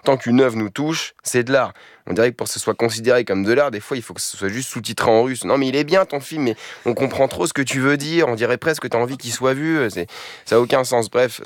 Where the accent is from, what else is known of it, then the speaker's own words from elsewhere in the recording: Amboise, Centre-Val de Loire, France; Moi, j'ai grandi à Amboise, ville où est mort Léonard de Vinci